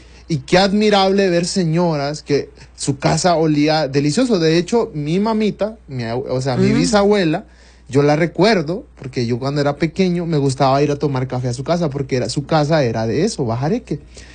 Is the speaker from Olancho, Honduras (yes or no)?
yes; Olancho, Honduras; a mí me tocó ver en mi pueblo, allá en Olancho